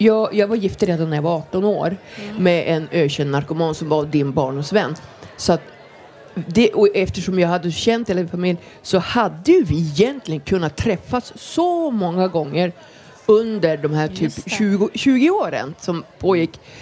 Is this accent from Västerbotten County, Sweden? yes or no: yes; Skellefteå, Västerbotten County, Sweden; Och då i Skellefteå, då, där, som var min hemort, så brukar vi ofta sitta i en busskur och dricka alkohol.